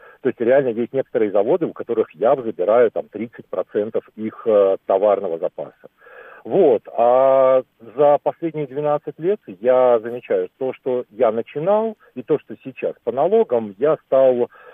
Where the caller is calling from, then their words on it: Moscow, Russia; из Митина, бизнесмен с 12-летним стажем.